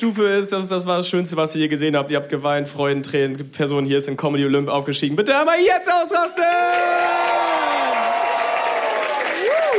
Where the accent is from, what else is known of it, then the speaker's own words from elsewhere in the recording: Münster, North Rhine-Westphalia, Germany; now in Bielefeld, Germany; Ich bin in Münster aufgewachsen. Das ist jetzt hier so Wahlheimat für mich in Bielefeld.